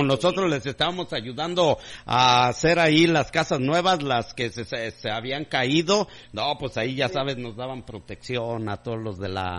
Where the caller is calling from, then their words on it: Guanajuato, Mexico; yo soy de Guanajuato, pero trabajaba en una constructora